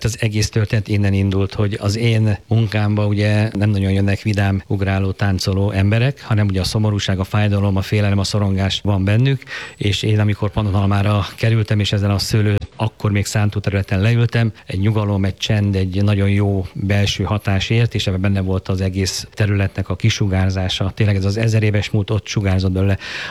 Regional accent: Nógrád, Hungary; moved away as an adult; also born or lived in Pécs; now in Mosonmagyaróvár, Hungary; Nem vagyok odavalós, én Nógrád megyei vagyok. Onnan kerültem Pécsre az egyetemre, majd fölkerültem Mosonmagyaróvára

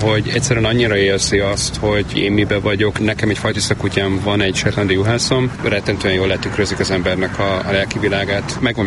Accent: Szabolcs-Szatmár-Bereg, Hungary; born there; moved away; Én Szabolcs megyei vagyok eredetileg

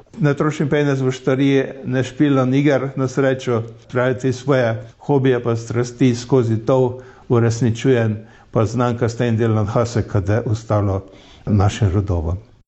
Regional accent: Prekmurje, Slovenia; born there; now in Beltinci, Slovenia; sem jaz rojen Jerenkovčar. Kupinari renkovski, ne? To je najdaleč tukaj kraj. V Beltinca je zdaj že prek 35 let živimo

